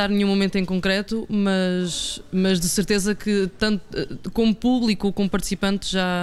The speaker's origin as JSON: {"language": "Portuguese", "town": "Carregal do Sal", "region": "Centro", "country": "Portugal", "said": "eu sou de Carregal do Sal, que é um concelho vizinho"}